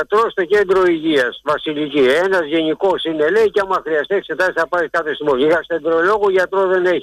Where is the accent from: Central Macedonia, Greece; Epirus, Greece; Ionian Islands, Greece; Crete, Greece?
Ionian Islands, Greece; Lefkada; moved away as an adult; now in Piraeus, Greece; τη Λευκάδα που είναι η πατρίδα μου, γεννήθηκα εκεί, μεγάλωσα μέχρι τα 25 μου χρόνια. Μετά ήρθα εδώ στον Πειραιά και έγινα ναυτικός.